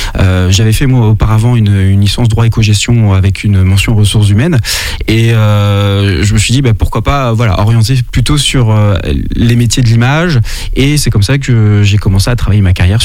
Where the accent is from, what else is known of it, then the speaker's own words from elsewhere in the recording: Les Sables-d'Olonne, Pays de la Loire, France; moved away as an adult; also born or lived in Bretignolles-sur-Mer / Luçon / La Roche-sur-Yon / Nantes; now in Châteauneuf, France; je suis né au Sable d'Olonne.